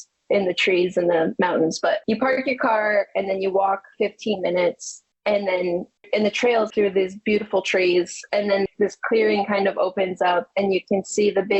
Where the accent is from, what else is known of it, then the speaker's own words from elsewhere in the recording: Michigan, United States; you know, we're from Michigan, so dolphin sightings are, you gotta pay for those.